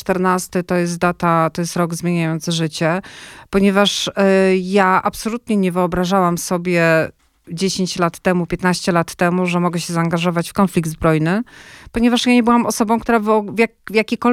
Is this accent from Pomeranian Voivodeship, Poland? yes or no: yes; Pomeranian Voivodeship, Poland; ja wyrosłam na Pomorzu w cieniu Solidarności albo w słońcu Solidarności.